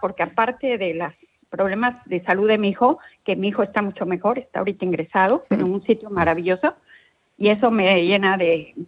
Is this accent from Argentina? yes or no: no; Mexico; moved away; Soy muy mexicana y soy de barrio.